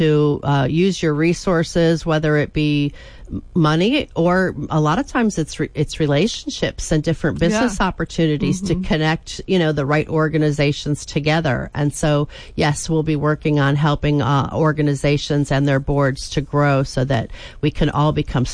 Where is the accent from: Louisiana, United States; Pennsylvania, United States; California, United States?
Pennsylvania, United States; went back to Pennsylvania for my job, and because it was my hometown and my parents were aging.